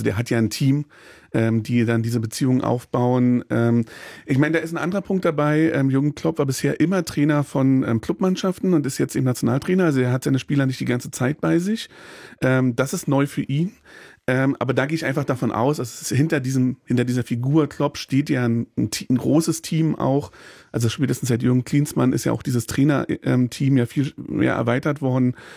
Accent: East Germany, Germany; born there; Ich bin in diesem Land geboren. Ehrlich gesagt bin ich in der DDR geboren und dann ist dieses Land wiedervereinigt worden. Und ich lebe sehr, sehr gerne in diesem Land.

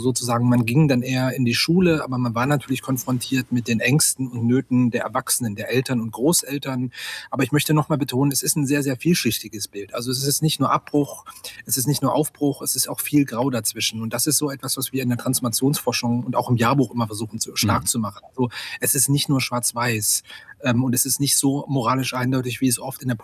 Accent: Hettstedt, Saxony-Anhalt, Germany; oder für eine Demonstration in meiner Heimatstadt Hettstedt im Mansfeld-Südharz.

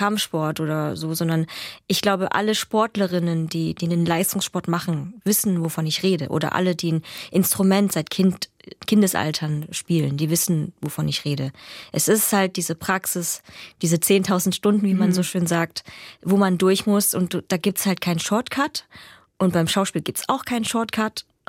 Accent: Chemnitz, Saxony, Germany; Da freue ich mich auch schon sehr drauf, weil das ja mein Heimatort ist und ein bisschen besonders natürlich auch.

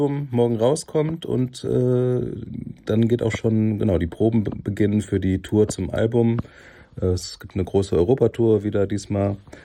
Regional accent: Chennai, Tamil Nadu, India; moved away; also born or lived in Germany; Ich bin halt aufgewachsen als Kind in Chennai und Chennai ist die Hauptstadt dieser Filmindustrie.

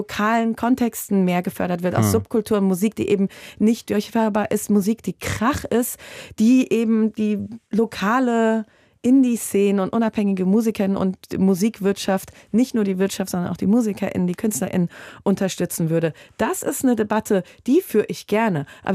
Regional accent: Hesse, Germany; als Hessin meine ich auch Südhessisch.

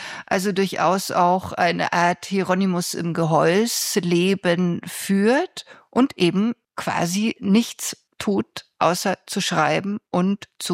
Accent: Bavaria, Germany; an der oberfränkischen Nordecke, da wo auch ich herkomme, also da wo früher die Welt zu Ende war.

